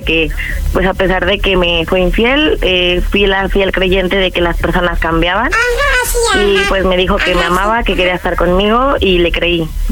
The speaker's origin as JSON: {"language": "Spanish", "town": "Venustiano Carranza", "country": "Mexico", "said": "31 años y soy de Venustiano Carranza."}